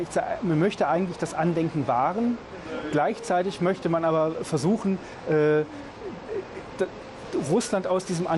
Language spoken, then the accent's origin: German; Germany; ich als Deutscher